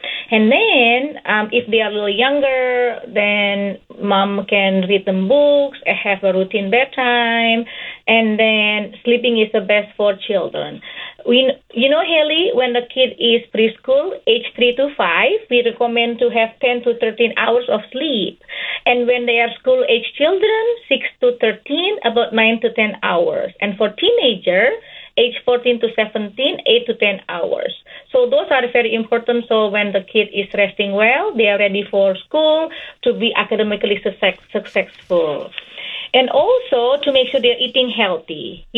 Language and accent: English; Indonesia; English is a second language; moved away as an adult; But I grew up in Indonesia. I did my medical school there and I did my residency here.